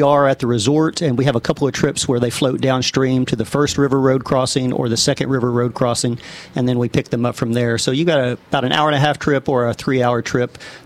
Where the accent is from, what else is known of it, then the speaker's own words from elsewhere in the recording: Texas, United States; moved away as an adult; now in Benzonia, United States; We're from Texas originally.